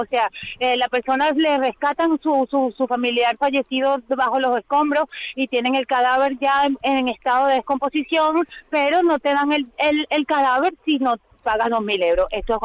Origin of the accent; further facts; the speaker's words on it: Venezuela; born there; tanto todas las personas que fueron allí, como los que nacimos allí, que somos de origen venezolano, estamos sufriendo y padeciendo.